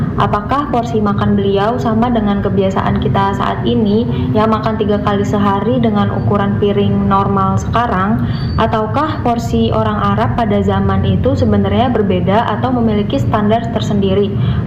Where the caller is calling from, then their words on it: Tangerang, Banten, Indonesia; Saya berasal dari UIN Jakarta dan sekarang berdomisili di Ciledug.